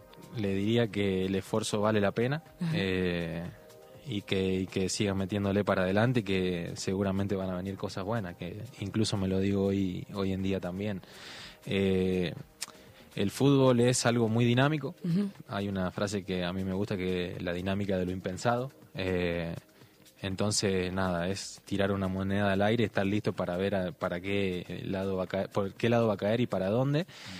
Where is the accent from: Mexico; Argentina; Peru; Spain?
Argentina; Jujuy; como jujeño yo también tengo el orgullo de decir, tengo colegas que están también trabajando en alto nivel